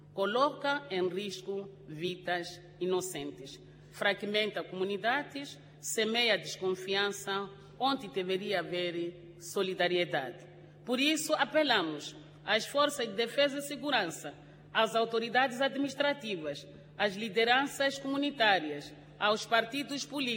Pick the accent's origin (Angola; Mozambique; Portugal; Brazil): Mozambique; A nossa união e a nossa coesão como moçambicanos são os nossos maiores ativos.